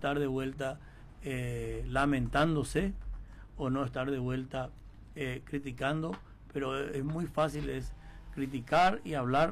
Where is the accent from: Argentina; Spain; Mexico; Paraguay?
Paraguay; Ciudad del Este, Alto Paraná; antes de Colorado soy paraguayo. Y después de paraguayo soy orgullosamente esteño.